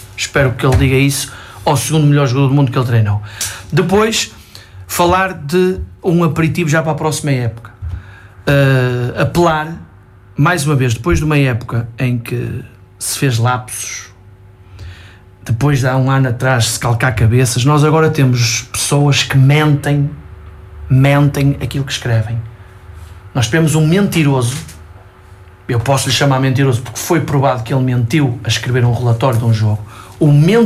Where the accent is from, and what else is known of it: Portugal